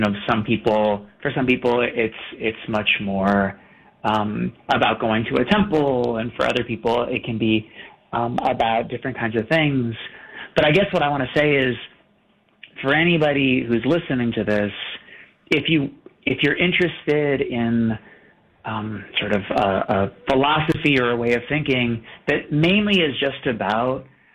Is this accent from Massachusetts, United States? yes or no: yes; Boston, Massachusetts, United States; So, I grew up in Boston, going to a Unitarian church.